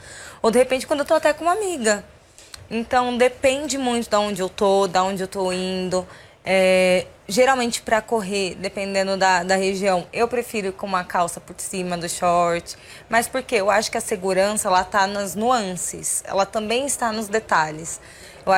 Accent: São Paulo, Brazil; eu sou de São Paulo

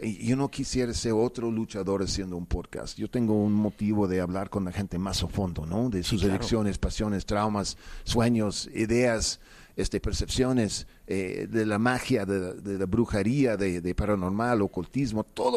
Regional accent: Mexico City, Mexico; Soy chilango con acento, pues yo qué hago, ¿no?

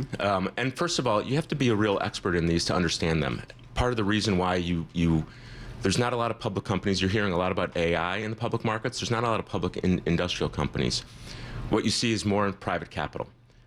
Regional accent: Ann Arbor, Michigan, United States; I grew up in Ann Arbor, and I'm a diehard Michigan fan.

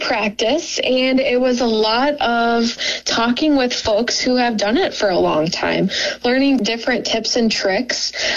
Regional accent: Minnesota, United States; Like I said, I'm from Minnesota, so trying to get my roots here in Wisconsin

